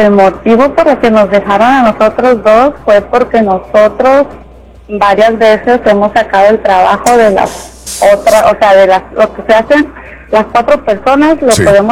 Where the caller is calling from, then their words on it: Lexington, Kentucky, United States; Mira, yo les llamo desde Lexington, Kentucky.